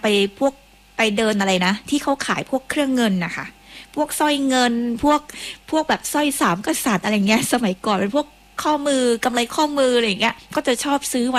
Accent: Southern Thailand, Thailand; สำหรับพวกเราคนไทยแล้วก็พวกเราชาวใต้ด้วย

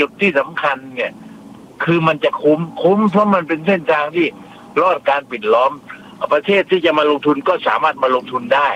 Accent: Southern Thailand, Thailand; ผมเนี่ยเป็นคนใต้คนตะลง

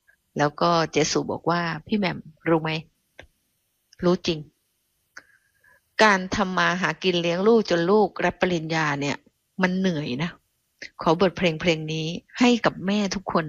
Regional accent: Southern Thailand, Thailand; accent: Southern Thai; พอดิฉันพูดใต้ดิฉันต้องมีสำนวนสำเนียงมาเลย

